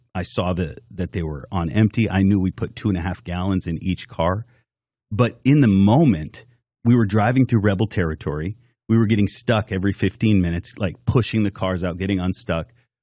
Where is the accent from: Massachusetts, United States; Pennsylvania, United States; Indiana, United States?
Massachusetts, United States